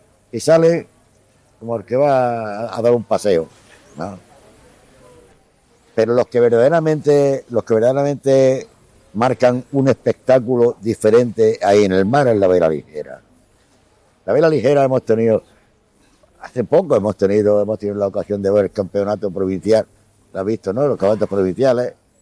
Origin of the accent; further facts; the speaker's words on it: Motril, Andalusia, Spain; soy un motrileño, que nací en Motril, en la calle Canteras, en el año 1941, que he vivido en Motril siempre, prácticamente, siempre he vivido en Motril, y es una ciudad a la que quiero, que es la que llevo en mi alma y en mi corazón